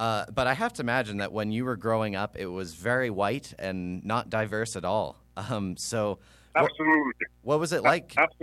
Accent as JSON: {"language": "English", "town": "Calgary", "region": "Alberta", "country": "Canada", "tie": "born or raised there"}